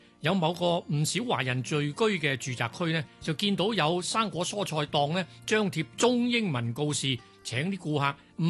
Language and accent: Cantonese; Hong Kong; now in Sydney, Australia; 仲记得细个喺香港嘅时候呢